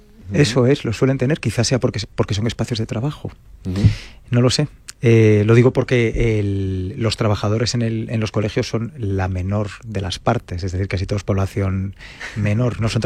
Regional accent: Galicia, Spain; yo por ejemplo soy gallego, y entonces es difícil allí que no haya un techo

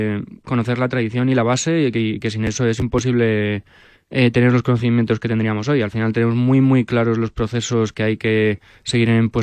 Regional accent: Spain; somos cocineros españoles

